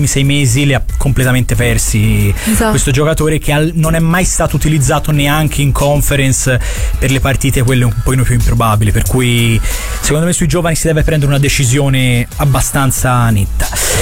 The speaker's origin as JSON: {"language": "Italian", "town": "Florence", "region": "Tuscany", "country": "Italy", "said": "E poi tu sai che sono di Firenze Sud, e quindi il quartiere che voi definite di là d'Arno per me è l'unico quartiere di qua d'Arno"}